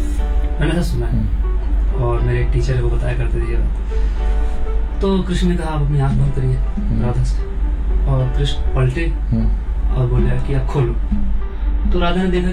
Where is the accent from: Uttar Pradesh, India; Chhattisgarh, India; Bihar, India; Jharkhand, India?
Uttar Pradesh, India; Lucknow; मैं जैसे मैं लखनऊ से हूँ तो मेरी उर्दू थोड़ी अच्छी ग्रिप है उर्दू पे, मगर उतनी भी अच्छी नहीं।